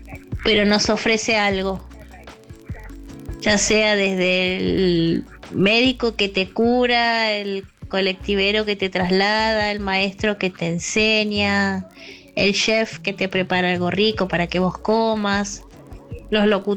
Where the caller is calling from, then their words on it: Caballito, Buenos Aires, Argentina; Les mando un fuerte abrazo. … de Caballito.